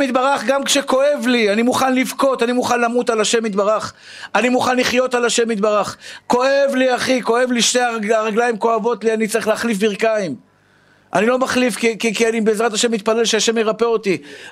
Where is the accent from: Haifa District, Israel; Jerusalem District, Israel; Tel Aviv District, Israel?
Tel Aviv District, Israel; Tel Aviv; היום אני הולך לדבר בקריית שלום בתל אביב, בבית כנסת שבו גדלתי בתור ילד